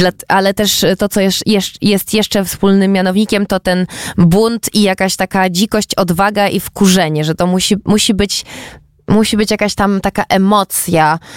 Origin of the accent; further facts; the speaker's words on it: Warsaw, Masovian Voivodeship, Poland; o Warszawę się nie boję, bo jestem stąd